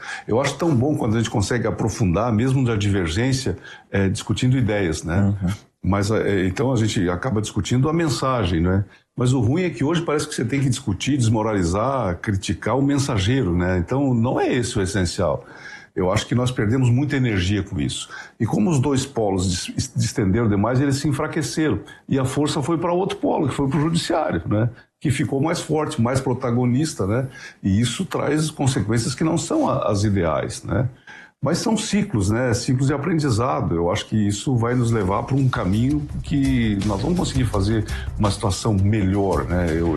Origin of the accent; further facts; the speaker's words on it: Santa Catarina, Brazil